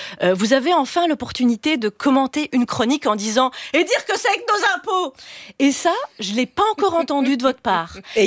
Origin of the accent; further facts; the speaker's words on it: Wallonia, Belgium; Après, moi, je suis pas française. Hein. Franchement, moi, je viens de Wallonie.